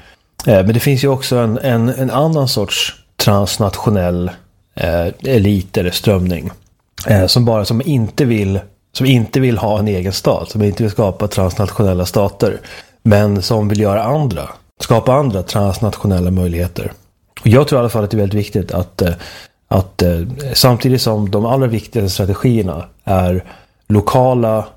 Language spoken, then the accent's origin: Swedish; Sweden